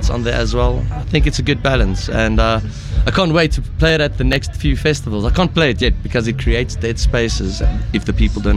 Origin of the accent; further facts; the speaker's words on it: Bloemfontein, Free State, South Africa; I'm from Bloemfontein. I am the most Afrikaans person at this festival.